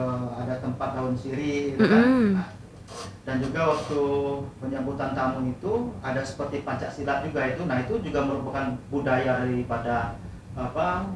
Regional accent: Bengkulu, Indonesia; memang saya dibesarkan di Bengkulu Utara itu betul-betul dari orang tua, bapak saya dan ibu saya orang Rejang, dimana setiap di rumah misalkan kita menggunakan bahasa

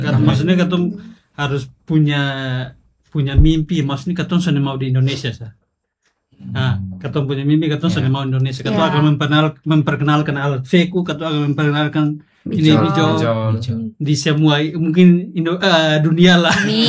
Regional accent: Timor-Leste; Mungkin orang dari timur sini, mungkin beta dari Timor Leste sendiri, ke sana tahu mungkin suatu hari nanti ketong bisa buat sesuatu

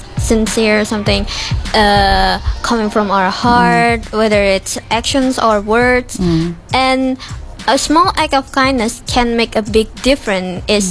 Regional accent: Jember, East Java, Indonesia; I'm from Mantu Jember, mm-hmm. and I'm going to start 11th grade.

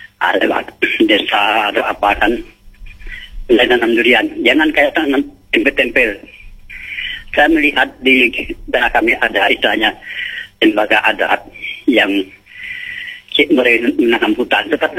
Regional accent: Sanggau, West Kalimantan, Indonesia

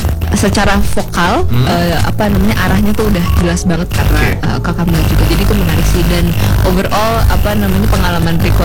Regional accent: Palembang, South Sumatra, Indonesia; Aku orang Palembang, Sumatera juga sih.

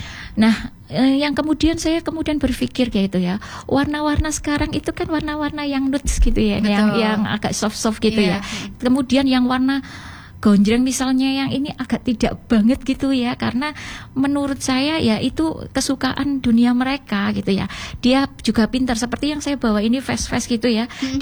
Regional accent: Indonesia; desa kami, yaitu Desa Ngijo.

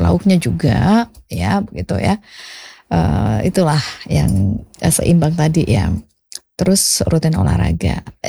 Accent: Kupang, East Nusa Tenggara, Indonesia; kita orang Kupang

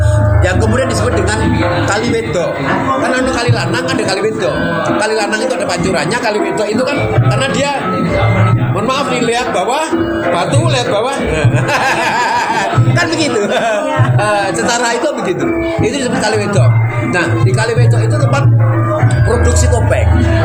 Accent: Polowijen, East Java, Indonesia; saya ini sebenarnya bukan siapa-siapa, tapi karena saya ini dari Polowijen, ya.

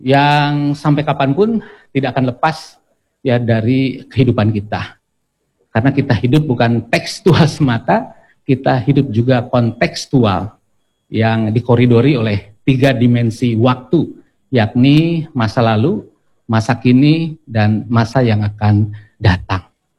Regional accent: Cirebon, West Java, Indonesia; kita bangga sebagai orang Jawa Barat, kita bangga sebagai orang Cirebon

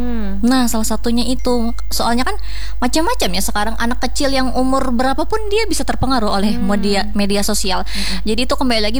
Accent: Kalimantan, Indonesia; kita kan sebagai orang Kalimantan

